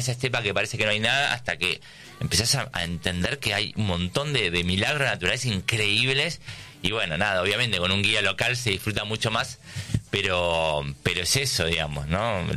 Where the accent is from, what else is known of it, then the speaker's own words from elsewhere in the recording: Buenos Aires, Argentina; yo me crié en Buenos Aires